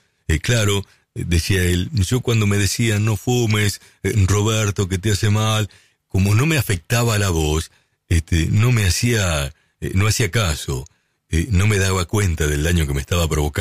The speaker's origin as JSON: {"language": "Spanish", "town": "Lincoln", "region": "Buenos Aires Province", "country": "Argentina", "said": "Gracias por estar escuchando allí en mi ciudad de Lincoln."}